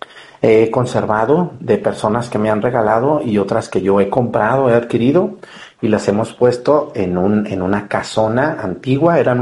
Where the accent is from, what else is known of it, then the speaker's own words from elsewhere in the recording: Jalisco, Mexico; born there; Casi mi paisano, él es de Huizquilco, allá en el municipio de Yahualica, a un ladito de mi pueblo.